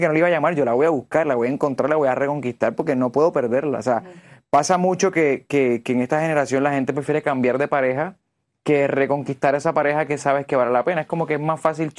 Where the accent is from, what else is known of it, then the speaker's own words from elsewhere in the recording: Puerto Rico; Yo llegaba a Puerto Rico y decían, ¿tú eres caraqueño? Y yo, no, soy puertorriqueño, pero porque tú hablas así. Me cambió el acento.